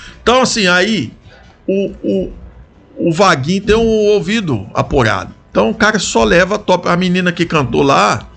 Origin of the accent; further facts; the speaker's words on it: Coronel Fabriciano, Minas Gerais, Brazil; eu olho para a Rua Paraná, lá onde eu fui criado, no Caladinho de Baixo, que eu morei nas duas Paranás